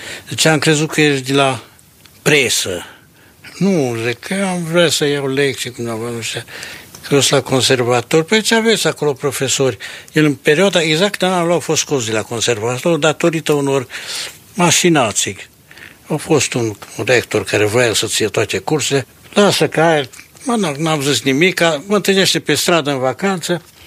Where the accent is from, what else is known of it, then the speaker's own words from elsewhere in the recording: Cluj, Cluj County, Romania; also born or lived in Bistrița; M-am născut în 1922 la Cluj. Fratele meu mai mari s-a născut la Năsăud. Părinții erau de acolo. Și până la 10 ani am stat la Cluj, la 10 ani ne-am mutat la Bistrița